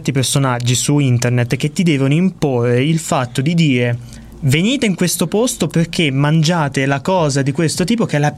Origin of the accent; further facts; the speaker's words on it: Marche, Italy; Io non essendo di Bologna, sono marchigiano, vivo a Porto Recanati